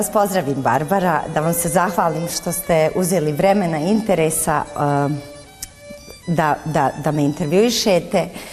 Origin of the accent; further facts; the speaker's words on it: Tuzla, Tuzla Canton, Bosnia & Herzegovina; moved away; ja sam iz Tuzle otišla 92. godine, to je sad već više od 30 godina